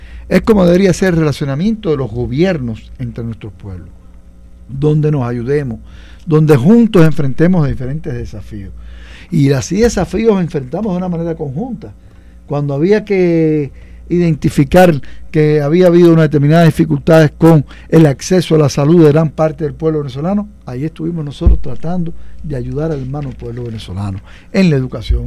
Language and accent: Spanish; Cuba; yo como cubano